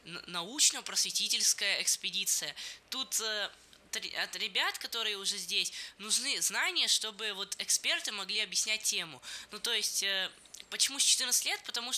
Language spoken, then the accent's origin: Russian; Omsk, Omsk Oblast, Russia; Я из Омска.